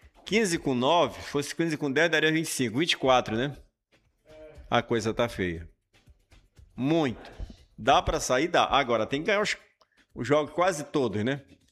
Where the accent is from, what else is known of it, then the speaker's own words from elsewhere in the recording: Brazil; Para nós que somos brasileiros